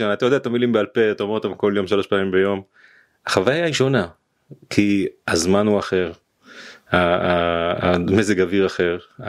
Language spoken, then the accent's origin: Hebrew; Petah Tikva, Central District, Israel; גדלתי בפתח תקווה, שזה היה איזה פריפריה של תל אביב, היינו תל אביב רבתי. אז גדלתי באווירה עירונית לחלוטין.